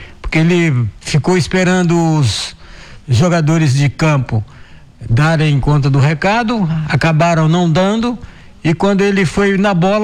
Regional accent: Paraguay; Eu sou paraguaio.

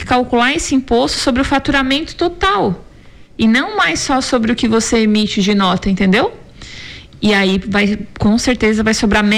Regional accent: Brazil; A gente é brasileiro.

